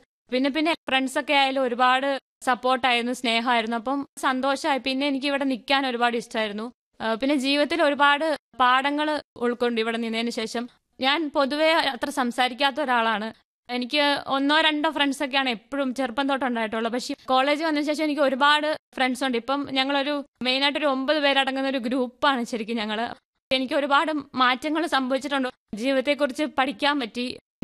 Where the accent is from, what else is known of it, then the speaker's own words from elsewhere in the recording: Idukki, Kerala, India; moved away as an adult; now in Vellayani, India; ഞാൻ ഇടുക്കി സ്വദേശിയാണ്.